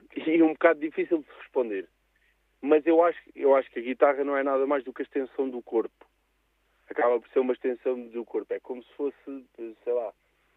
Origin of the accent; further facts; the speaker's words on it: Fundão, Centro, Portugal; este sítio onde eu cresci, este sítio onde fui buscar as raízes